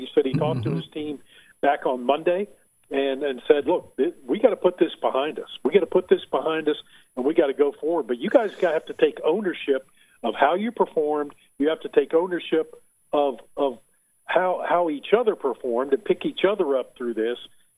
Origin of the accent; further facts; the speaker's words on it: Panama City, Florida, United States; growing up in Panama City